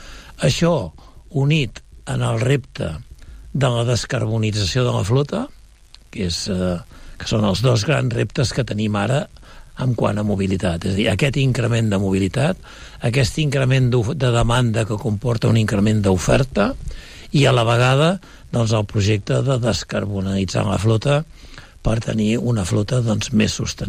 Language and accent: Catalan; Sabadell, Catalonia, Spain; Els valors, diria, com a sabadellenc i també com a valors de família.